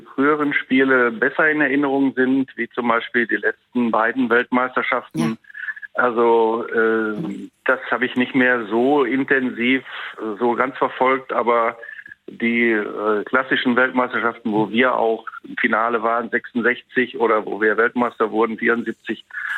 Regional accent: Dorsten, North Rhine-Westphalia, Germany; Ich komme ursprünglich aus Dorsten in Westfalen und da war Fußball immer an erster Stelle

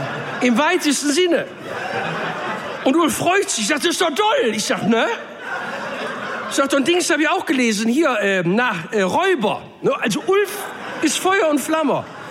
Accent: North Rhine-Westphalia, Germany; Bei uns im Pott sagst du Hiopai zu sowas.

